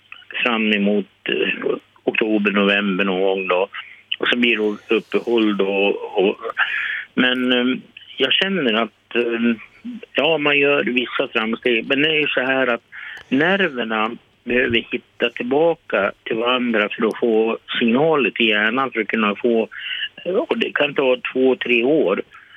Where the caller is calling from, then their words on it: Vilhelmina, Västerbotten County, Sweden; Jag är västerbottning. Jag kommer från Vilhelmina.